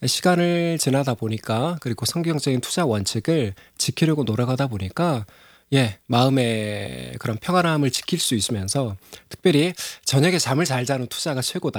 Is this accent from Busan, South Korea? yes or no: no; Gwangju, South Korea; 저는 마과 머세고장 광주에서 왔고요.